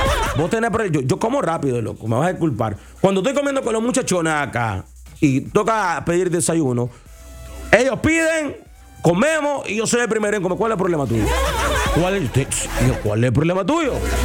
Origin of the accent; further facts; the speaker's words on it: Nicaragua; somos nicas